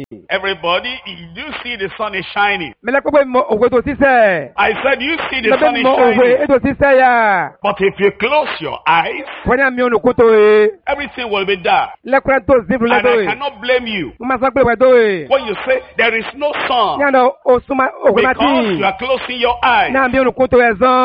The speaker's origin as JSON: {"language": "English", "country": "Nigeria", "said": "I came from Nigeria, Africa."}